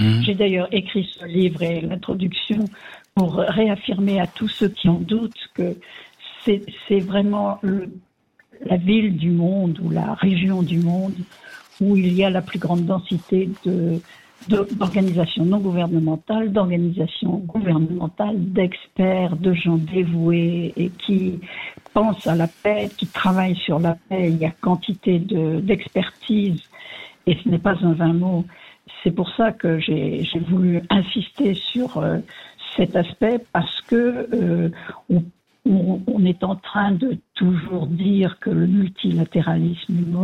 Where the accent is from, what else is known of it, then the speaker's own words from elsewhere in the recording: France; also born or lived in Paris; now in Rome, Italy; J'ai vécu dans beaucoup de capitales. Je suis française. Je vis à Rome et j'ai vécu à Paris. J'ai vécu dans d'autres capitales du monde.